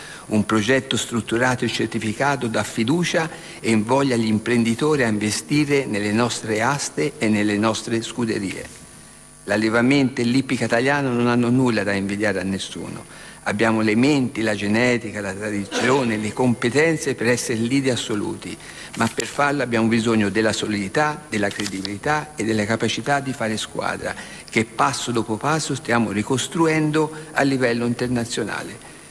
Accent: Santa Croce sull'Arno, Tuscany, Italy; A Santa Croce, il mio paese

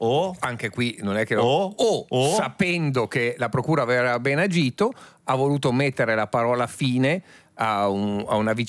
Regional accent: Milan, Lombardy, Italy; Milano, io da milanese temo per Milano una deriva alla Bologna, alla Torino

